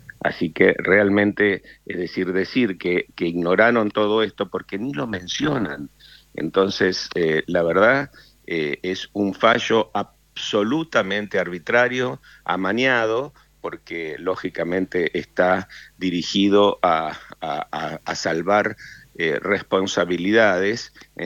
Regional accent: Argentina; nos ofende a todos como argentinos, porque no puede haber este tipo

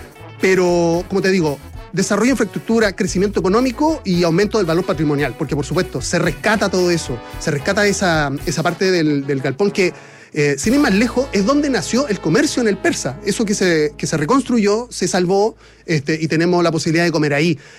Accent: Chile; Somos sangucheros los chilenos, indistintamente en la región.

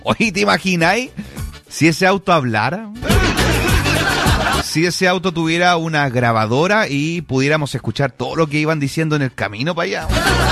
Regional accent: Mexico; En el coche, ah, me salió como claro, estadounidense. Como mexicano. Voy al coche.

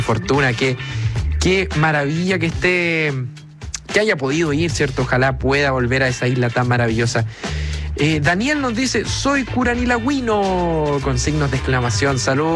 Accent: Ovalle, Coquimbo, Chile; soy de Ovalle. Ahora estoy trabajando en Banco de Montepatria y después tengo que ir a Ovalle a trabajar.

